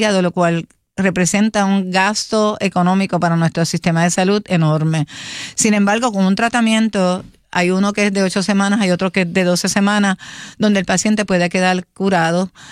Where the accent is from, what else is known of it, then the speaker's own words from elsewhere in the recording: Puerto Rico; pero tú sabías, Rubén, que donde único le dicen en el mundo maones a esta pieza somos los puertorriqueños.